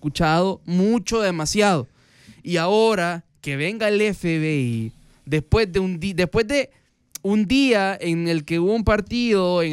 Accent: El Salvador; Y si no, nosotros como salvadoreños le agarramos ahí la onda.

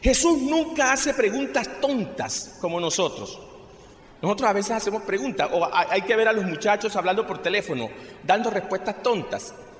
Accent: Caribbean Region, Colombia; Yo soy tan costeño como el ñame. Ya se nota, ¿no?

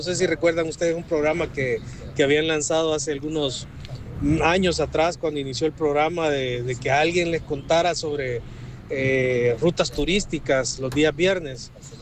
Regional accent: Chalchuapa, Santa Ana, El Salvador; somos originarios de Chalchuapa, para que tengan conocimiento.

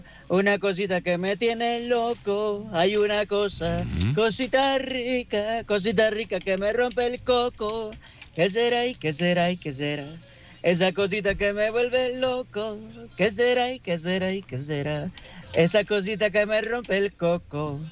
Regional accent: El Salvador; nuestro terruño hermoso, El Salvador.

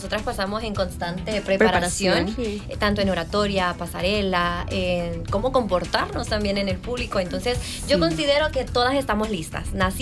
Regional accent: Ilopango, San Salvador, El Salvador; estoy muy orgullosa de pertenecer, nacer, crecer y representar a mi querido Ilopango.

